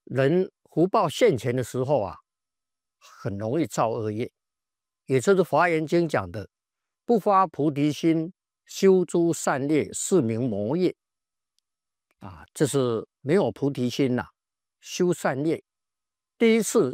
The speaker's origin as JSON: {"language": "Chinese", "country": "China", "said": "我们中国人"}